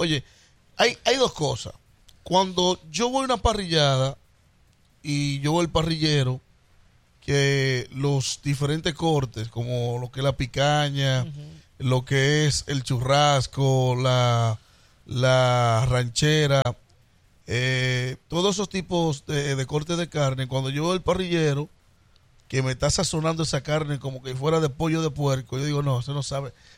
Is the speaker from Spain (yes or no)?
no; Dominican Republic; now in Rhode Island, United States; siendo dominicano